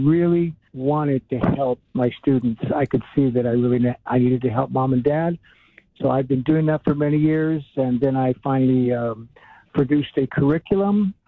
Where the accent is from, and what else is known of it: Los Angeles, California, United States; born or raised there